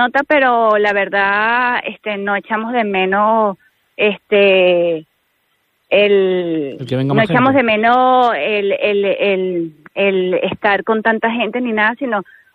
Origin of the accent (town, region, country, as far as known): Venezuela; now in Spain